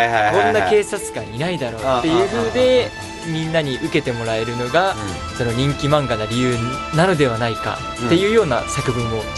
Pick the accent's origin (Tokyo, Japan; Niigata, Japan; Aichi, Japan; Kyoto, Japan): Aichi, Japan; 地元が愛知県ですね。